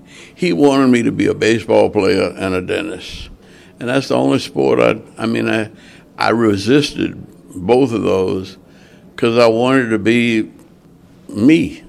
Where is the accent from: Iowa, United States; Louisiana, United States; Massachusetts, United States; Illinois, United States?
Louisiana, United States; Because I grew up on Dillard's campus. My mother and father went to Dillard. And I needed to get out of town